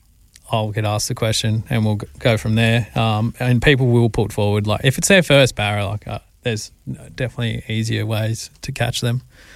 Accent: Canberra, Australian Capital Territory, Australia; now in Darwin, Australia; No, I'm from Canberra originally. So I've been up here since I started guiding, so it's nearly 5 years.

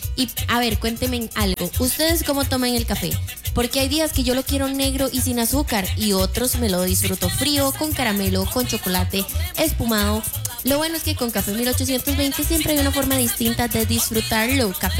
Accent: Costa Rica; Y es que yo siento que yo soy muy tica, porque yo me conozco tanto.

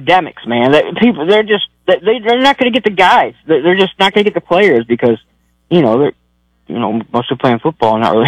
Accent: New York, United States; also born or lived in Alabama, United States; I was born in Alabama, grew up in Western New York. Mother's from there, father's from down here, right?

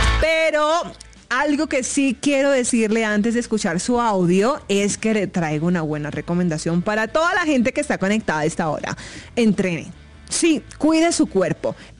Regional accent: Caribbean coast, Colombia; born there; yo soy una mujer costera, nací en la costa norte de Colombia, soy costeña.

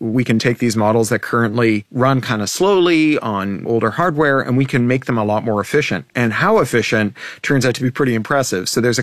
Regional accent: Canada; especially poignant for me as a Canadian

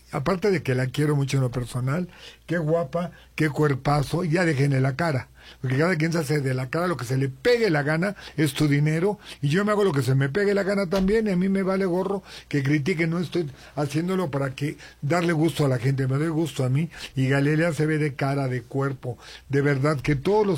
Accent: Mexico; Yo como mexicano me siento orgulloso

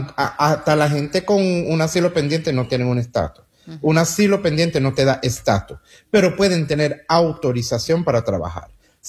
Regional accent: United States; born there; Yo soy nacido aquí en los Estados Unidos y no tengo problema en decir, y espero que lo pueda decir, a mí me da vergüenza ser de este país.

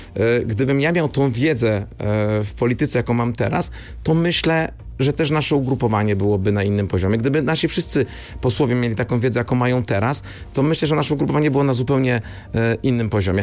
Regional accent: Kraków, Lesser Poland, Poland

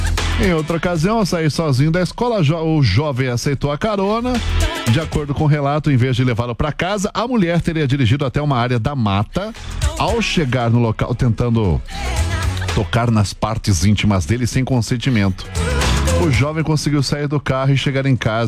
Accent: Lages, Santa Catarina, Brazil; Olha, quando eu era criança lá em Lages, eu fui num carnaval, meu pai me levou num carnaval de rua uma vez.

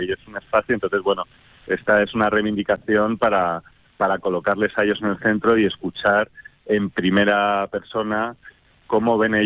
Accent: Madrid, Community of Madrid, Spain; yo vengo de Madrid.

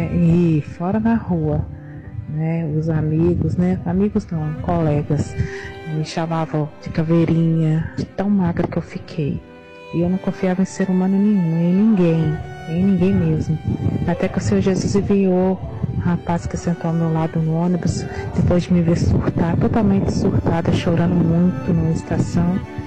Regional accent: Belo Horizonte, Minas Gerais, Brazil; sou de BH.

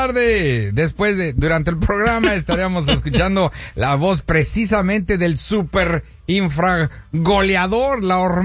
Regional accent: Mexico; born there; Yo sí soy 100% mexicano. Yo tengo sangre mexicana y nací en México.

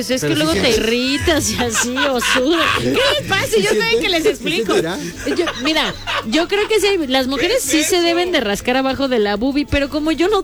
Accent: Mexico; 100% mexicana

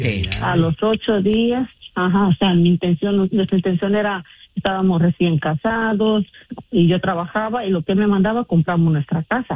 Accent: Guanajuato, Mexico

